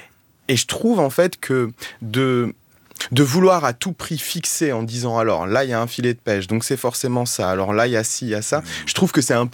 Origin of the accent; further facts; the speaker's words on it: Tunisia; je suis tunisien